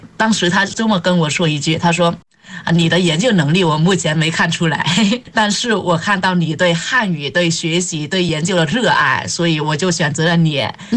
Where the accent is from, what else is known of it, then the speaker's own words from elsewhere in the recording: Vietnam; first language Vietnamese; Chinese is a second language; moved away as an adult; now in Beijing, China; 在我们越南的语言就是这样。